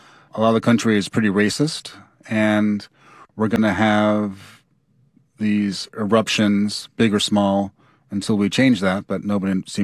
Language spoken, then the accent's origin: English; New York, United States; And I grew up in New York in the 80s, where you'd hear about Michael Griffith, Antler Bumpers.